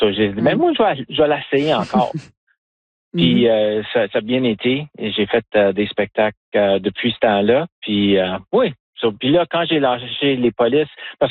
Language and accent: French; Timmins, Ontario, Canada; parce que je viens de Timmins.